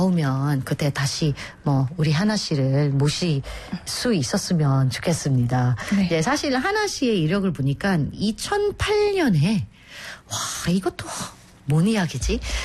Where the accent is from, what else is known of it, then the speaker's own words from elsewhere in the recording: Philippines; Korean is a second language; 아무튼 제가 필리핀에서 왔던 거이다 보니까